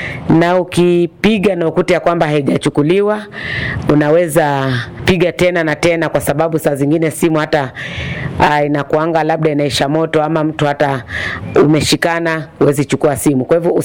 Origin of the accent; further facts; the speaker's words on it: Katoloni, Machakos County, Kenya; natoka Machakos County, mahali kunaitwa Katoloni na stage inaitwa 240.